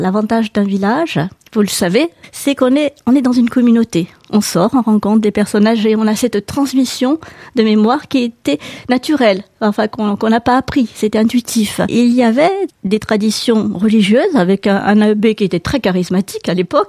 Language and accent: French; Marignana, Corsica, France; also born or lived in Ajaccio; je suis née à Ajaccio, mais j'ai passé mes 10 premières années dans mon petit village de Marignana.